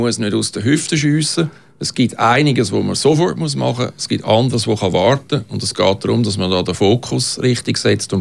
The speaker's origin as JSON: {"language": "German", "region": "Zurich", "country": "Switzerland", "said": "Ich als Zürcher bin besonders betroffen davon."}